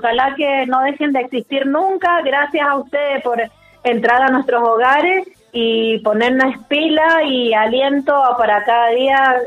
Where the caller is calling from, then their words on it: Godoy Cruz, Mendoza, Argentina; de Godoy Cruz.